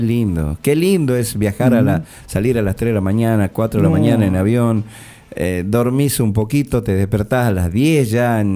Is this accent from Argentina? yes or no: yes; Argentina; nosotros los argentinos